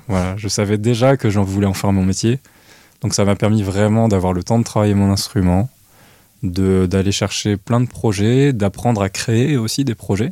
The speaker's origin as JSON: {"language": "French", "region": "Grand Est", "country": "France", "said": "Donc Vosgien d'origine, je suis venu à Troyes pour faire la classe CHAM"}